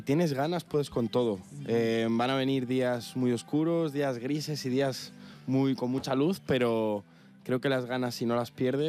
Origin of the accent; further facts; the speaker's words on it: Salamanca, Castile and León, Spain; also born or lived in Sion, Switzerland / Barcelona; now in Madrid, Spain; Me he criado aquí, en Barcelona, Salamanca y Madrid.